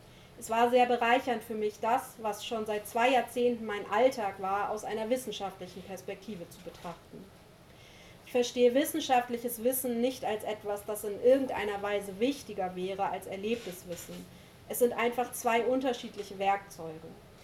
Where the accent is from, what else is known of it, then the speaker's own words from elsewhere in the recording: Lower Saxony, Germany; Ich bin im Wendland aufgewachsen, jedes Jahr wieder sind dort Atommülltransporte ins Zwischenlager nach Gorleben gefahren.